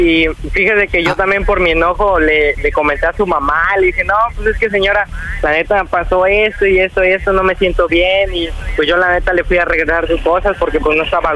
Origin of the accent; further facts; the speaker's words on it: Xalapa, Veracruz, Mexico; Tengo 16, estoy de aquí, de Jalapa.